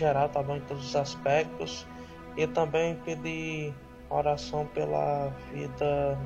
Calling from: Monte Horebe, Paraíba, Brazil; sou aqui da Monte Oreb, na Paraíba.

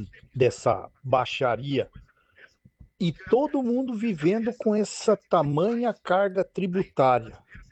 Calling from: São José, Brazil; de São José.

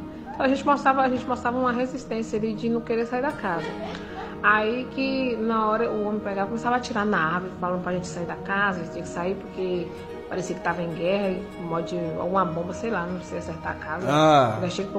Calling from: Brumado, Bahia, Brazil; sou da cidade de Brumado, Bahia.

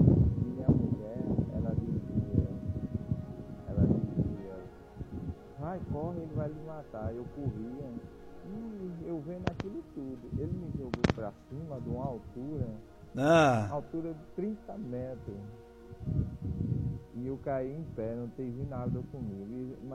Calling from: Bahia, Brazil; Eu tive um sonho, eu sou aqui da Bahia.

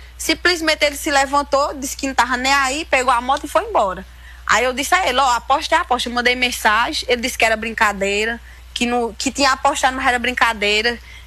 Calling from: Brazil; Eu sou brasileira

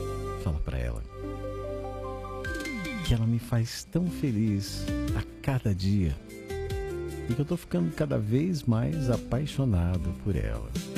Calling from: Vinhedo, São Paulo, Brazil; sou de Vinhedo, em Campinas, São Paulo.

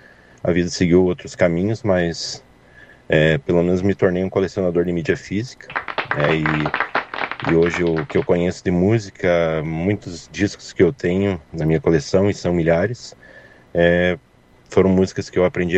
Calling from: Mafra, Santa Catarina, Brazil; sou aqui de Mafra.

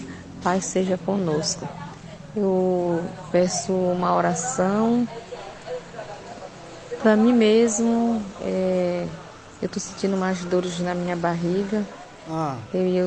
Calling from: Curuçá, Pará, Brazil; Sou daqui de Curuçá.

